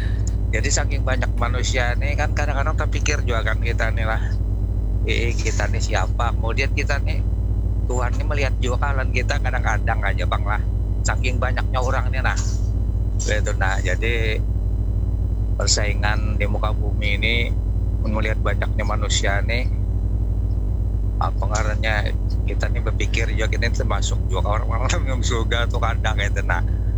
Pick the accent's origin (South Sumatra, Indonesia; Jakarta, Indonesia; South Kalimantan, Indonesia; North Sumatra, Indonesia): South Kalimantan, Indonesia; kita nih sebagai orang muslim nih lah ditakdirkan sebagai orang muslim di Benua Banjar nih.